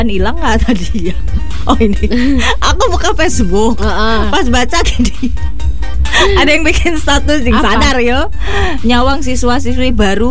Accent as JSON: {"language": "Indonesian", "region": "West Java", "country": "Indonesia", "said": "Terus kalau aku orang Sunda kan memang suka perkencuran ya."}